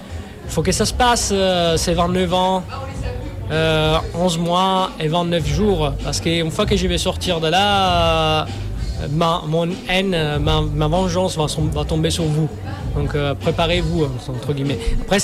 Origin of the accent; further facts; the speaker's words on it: Sicily, Italy; first language Sicilian; French is a second language; moved away; je commençais aussi à chanter dans ma langue maternelle, en sens en sicilien.